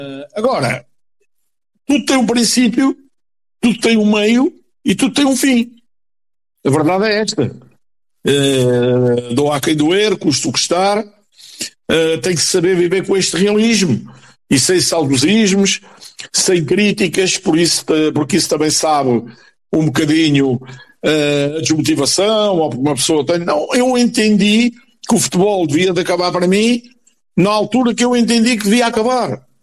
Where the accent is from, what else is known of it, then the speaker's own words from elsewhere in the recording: Peniche, Centro, Portugal; moved away as an adult; now in Montijo, Portugal; Eu sou natural de Peniche, embora viva no Montijo há mais de 50 anos, porque vim para aqui jogar para a primeira divisão, para o Montijo. Casei aqui, daqui são os meus filhos, são os meus netos.